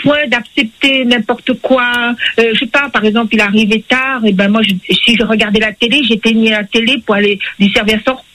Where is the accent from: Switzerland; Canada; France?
Switzerland; je viens de Suisse